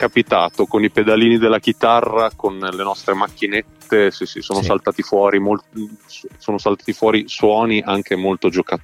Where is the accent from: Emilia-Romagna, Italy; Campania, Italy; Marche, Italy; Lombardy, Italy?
Emilia-Romagna, Italy; Io vengo dall'Appennino reggiano, Alessio viene dall'Appennino, dal versante toscano, Lorenzo Marra viene dal profondo Salento, quindi siamo nati e cresciuti in luoghi di montagna